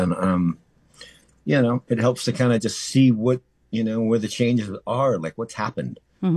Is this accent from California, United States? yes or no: no; Minneapolis, Minnesota, United States; moved away; what this craziness is really kind of happening in my hometown that seems like it's really putting the brakes on the diversity that Minneapolis is famous for.